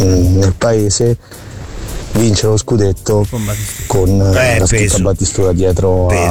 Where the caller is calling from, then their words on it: Bassano Romano, Lazio, Italy; vengo da Bassano Romano, un paesino del Lazio tra Viterbo e Roma. Tifo Fiorentina perché mio padre è nativo di Massa, tifa Fiorentina.